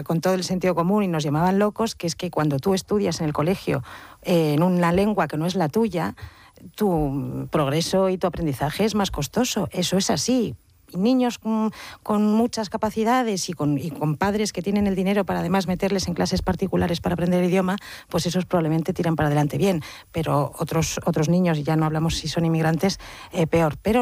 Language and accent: Spanish; Basque Country, Spain; Y luego yo como vasca, pues estoy muy preocupada por los, muy preocupada, no, vamos, escandalizada por los resultados en el País Vasco.